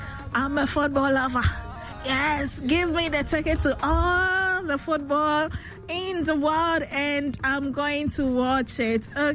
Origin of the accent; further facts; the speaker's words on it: Ghana; Give me between football and volleyball, because what's American football to me as a Ghanaian?